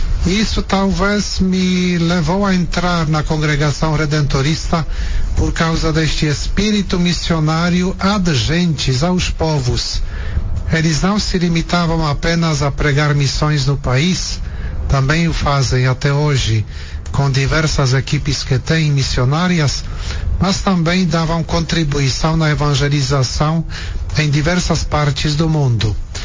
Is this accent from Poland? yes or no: yes; Poland; moved away as an adult; sou missionário redentorista, nasci na Polônia, entrei na congregação 40 anos atrás.